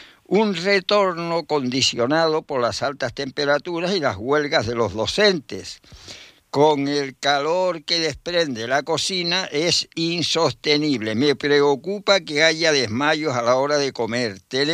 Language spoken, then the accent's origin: Spanish; Spain; somos unos gandules, los españolitos y tal